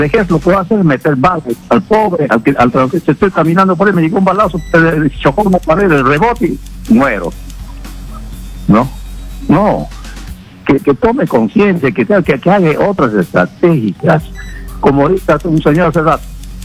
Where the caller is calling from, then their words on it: Pichanaki, Junín, Peru; Estoy llamando desde Chanchamayo.